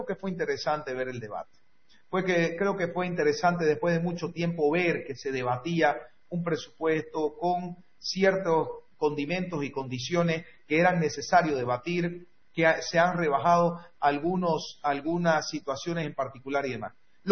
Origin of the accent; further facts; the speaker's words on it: Bolivia; la cuenta que están queriendo que paguemos los bolivianos